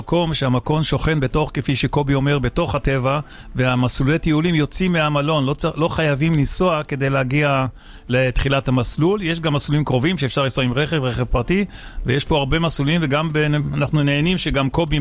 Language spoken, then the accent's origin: Hebrew; Nir Etzion, Haifa District, Israel; born there; אני גר פה ונולדתי בניר עציון, ומביתי אני רואה את הים, את מבצר עתלית, את החורש הטבעי, ואת כל הפריחה המדהימה שבתקופה הזאת.